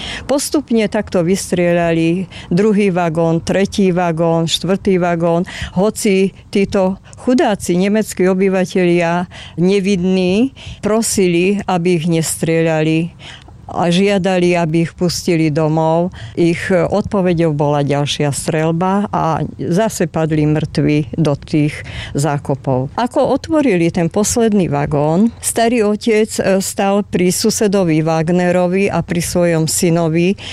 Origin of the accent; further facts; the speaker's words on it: Sklené, Žilina Region, Slovakia; zo sklaného nemeckej dediny, ktorá sa volala kedysi Glazerhau a leží v oblasti Haverlandu.